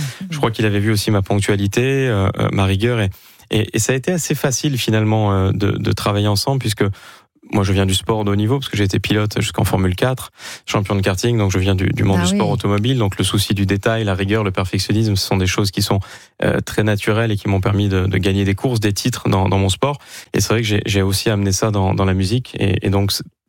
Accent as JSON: {"language": "French", "town": "Marseille", "region": "Provence-Alpes-Côte d'Azur", "country": "France", "tie": "born there", "said": "Marseille, la ville qui m'a vu naître"}